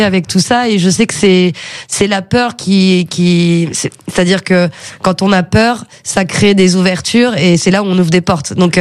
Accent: Nouvelle-Aquitaine, France; born there; also born or lived in Chambray-lès-Tours, Centre-Val de Loire; Je suis née à Chambray-les-Tours et on avait une maison à Maitrey que mon père avait construite avec ses mains. Et j'ai habité là jusqu'à mes 9 ans. Et ensuite, j'ai déménagé en région Aquitaine.

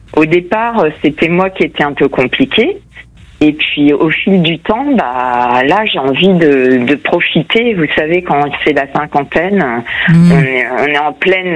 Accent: Portugal; French is a second language; Bah, je crois que moi je suis portugaise, ça doit être moi.

